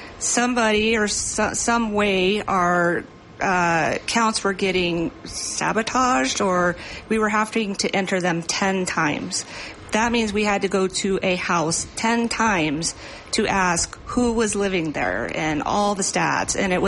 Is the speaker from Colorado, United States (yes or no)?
yes; Idaho Springs, Colorado, United States; I grew up in Idaho Springs and raised my family in Idaho Springs as well with my husband.